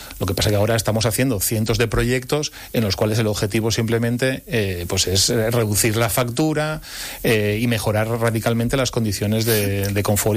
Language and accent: Spanish; Asturias, Spain; yo soy asturiano y aquí no hay sol. Y aquí está lloviendo continuamente.